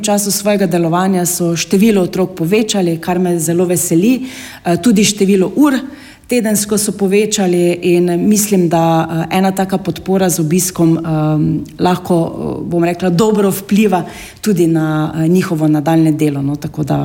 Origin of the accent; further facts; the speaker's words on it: Styria, Slovenia; ker sem Štajerka.